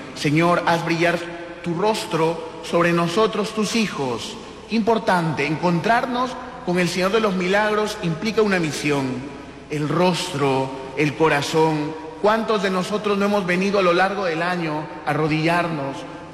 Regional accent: Peru; nosotros como peruanos

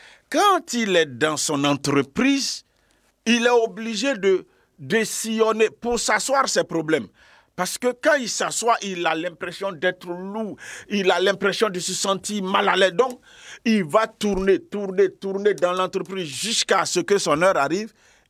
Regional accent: Bondoukou, Zanzan, Côte d’Ivoire; je me suis retrouvé à un carrefour chez moi à Bondoukou.

